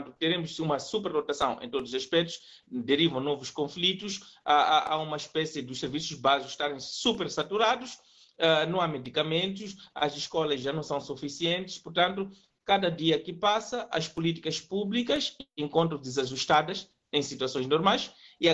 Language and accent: Portuguese; Mozambique